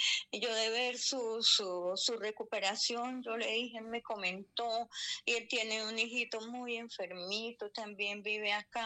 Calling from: Piedecuesta, Santander, Colombia; En Piedecuesta, Santander. Estoy en Piedecuesta.

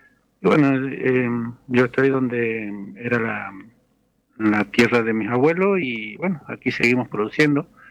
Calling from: Santiago del Estero, Argentina; Yo estoy en el departamento Banda, a unos 30 kilómetros de la ciudad capital, que es Santiago del Estero.

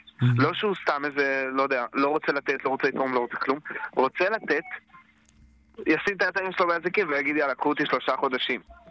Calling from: Migdal HaEmek, Northern District, Israel; אני מצפון הארץ. אתה נכון, מגדל העמק.

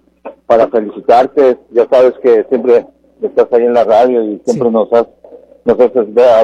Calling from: California, United States; aquí del sur de California.

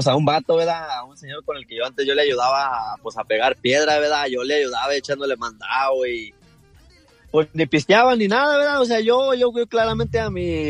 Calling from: Fort Worth, Texas, United States; porque yo vivo aquí en Fort Worth, yo soy aquí de Fort Worth.

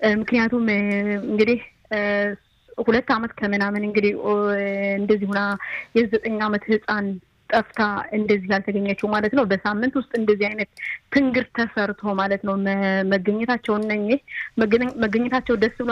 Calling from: Haifa, Haifa District, Israel

